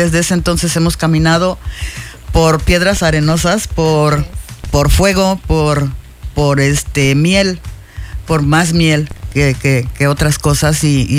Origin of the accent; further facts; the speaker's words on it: Acapulco, Guerrero, Mexico; also born or lived in Monterrey / Canada; now in Cancún, Mexico; Yo soy de Acapulco y pensé que siempre iba a regresar a Acapulco. Me había ido un tiempo a vivir a Monterrey hace algunos años, después a Canadá, no me gusta el frío